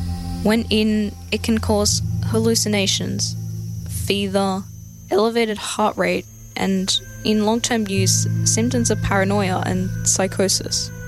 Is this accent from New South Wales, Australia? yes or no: no; Tasmania, Australia; I grew up in Lichiwida, Tasmania